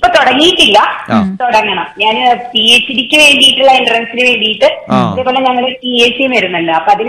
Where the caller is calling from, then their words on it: Manjeri, Kerala, India; Manjeri, Karuvambram.